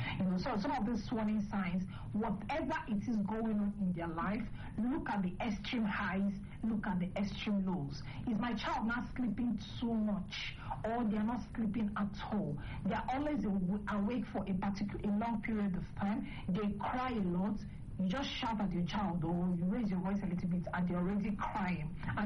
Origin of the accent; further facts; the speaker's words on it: Eastern Nigeria, Nigeria; now in Abuja, Nigeria; where I come from the East